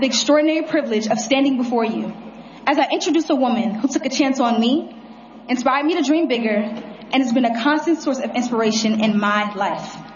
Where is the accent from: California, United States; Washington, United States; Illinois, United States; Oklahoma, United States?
Illinois, United States; Chicago; And most importantly, I was born and raised right here on the South Side of Chicago.